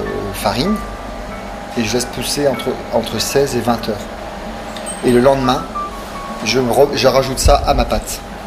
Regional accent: Brittany, France; Je suis breton

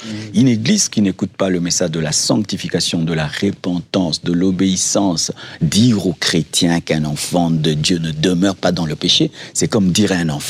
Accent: Kinshasa, DR Congo; Comme j'ai grandi à Lemba, je voulais implanter une église à Lemba parce que j'étais connu à Lemba, j'avais des amis à Lemba

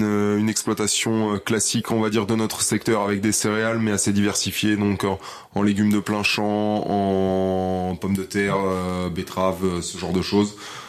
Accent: Sangeville, Centre-Val de Loire, France; also born or lived in Chartres; Depuis que je suis tout petit, je suis né à Chartres et j'ai toujours vécu sur Sangeville. Toute ma jeunesse et mon adolescence.

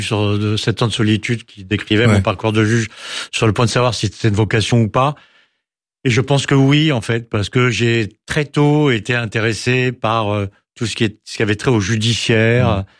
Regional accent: Versailles, Île-de-France, France; On était à Versailles, j'ai passé mon enfance en Versailles.

